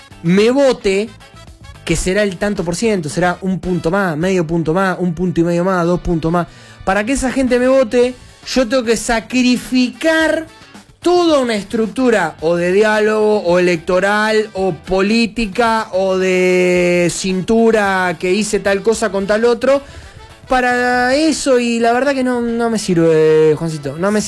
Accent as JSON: {"language": "Spanish", "country": "Argentina"}